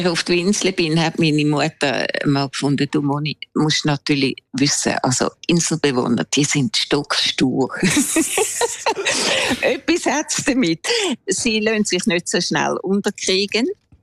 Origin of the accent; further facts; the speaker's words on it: Winterthur, Zurich, Switzerland; Ich bin in Zürich geboren, dann in Winterthur.